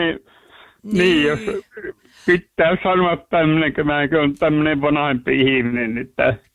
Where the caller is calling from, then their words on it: Raahe, North Ostrobothnia, Finland; mä oon Raahesta.